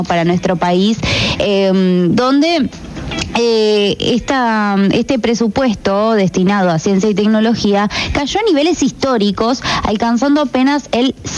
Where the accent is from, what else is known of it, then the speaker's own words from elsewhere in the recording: Entre Ríos, Argentina; muchos venimos de otras ciudades de Entre Ríos, en mi caso no